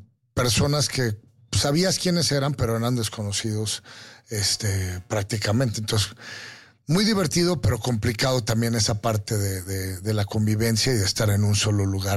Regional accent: Mexico City, Mexico; moved away; Yo nací en México, soy mexicano, pero desgraciadamente no vivo aquí

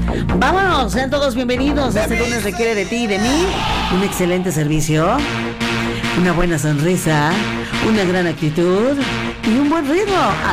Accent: Mexico

